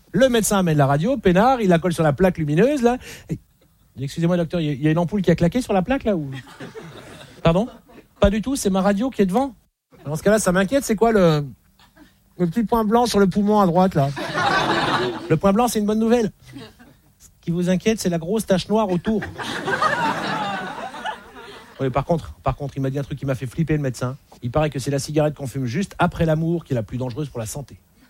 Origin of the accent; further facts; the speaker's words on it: Belgium; Un Français sur quatre, je m'en fous, je suis belge.